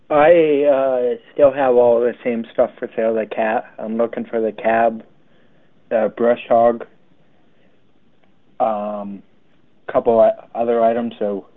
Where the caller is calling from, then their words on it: Langley, Manitoba, Canada; Calling from Langley, Manitoba.